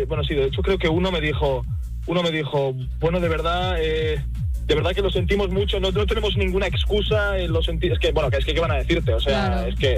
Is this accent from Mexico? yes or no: no; Basque Country, Spain; Es que, si puedes en castellano, porfa, que soy del País Vasco.